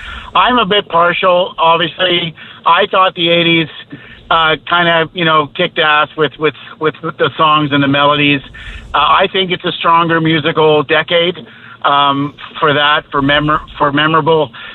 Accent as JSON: {"language": "English", "region": "Ontario", "country": "Canada", "tie": "born there", "said": "I was born in Ontario, but my father's from Grand Falls"}